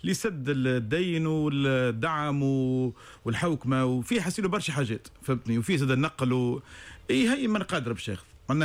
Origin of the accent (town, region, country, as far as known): Tunisia